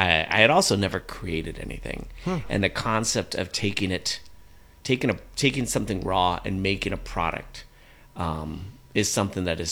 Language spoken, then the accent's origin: English; Los Angeles, California, United States; moved away as an adult; now in Santa Ynez Valley, United States; I grew up in the South Bay of L.A., did not grow up in a family that drank wine at all.